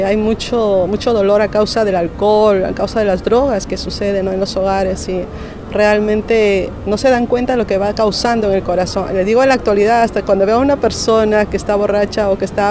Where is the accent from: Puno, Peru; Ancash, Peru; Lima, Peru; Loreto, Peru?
Lima, Peru; born there; Tengo a mi madre viva todavía y nací en La Libertad, en Lima, Perú.